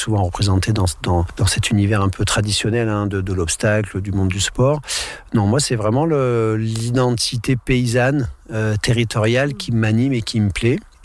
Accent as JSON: {"language": "French", "town": "Grenoble", "region": "Auvergne-Rhône-Alpes", "country": "France", "tie": "born or raised there", "also_born_or_lived": "Verdun", "said": "je suis né à Verdun, dans les tranchées, non dans les dolines, aussi dans des fonds de trous. J'y ai un peu grandi, hein, puisque j'ai débarqué à Grenoble à 4 ans, et voilà, l'évolution professionnelle de mes parents ont plutôt fait de moi un grenoblois ou un alpin."}